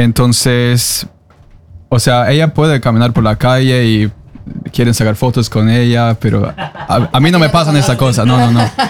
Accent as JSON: {"language": "Spanish", "town": "Trondheim", "region": "Trøndelag", "country": "Norway", "second_language": "Spanish", "said": "soy de Trondheim. Yo soy noruego que hago contenido sobre Perú."}